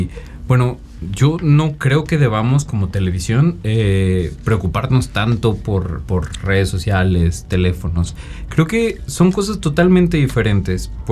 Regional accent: Huasteca, Mexico; los usos y costumbres, las tradiciones de mi Huasteca

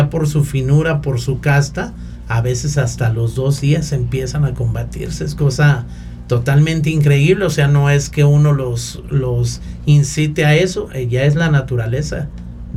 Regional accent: Tlaquepaque, Jalisco, Mexico; also born or lived in Monterrey; now in San Luis Potosí, Mexico; Yo soy originario de Tlaquepaque, Jalisco. Tengo radicado aquí en la ciudad de San Luis Potosí desde 1973.

